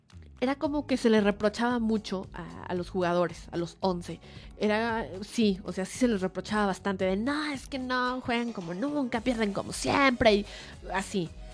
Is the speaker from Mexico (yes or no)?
yes; Mexico; Somos mexicanos, ¿no? Y de todos modos nos sentimos orgullosos.